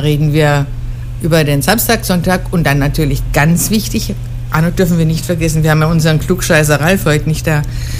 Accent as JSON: {"language": "German", "country": "Austria", "said": "ich kann wild bayerisch, ich bin Österreicherin."}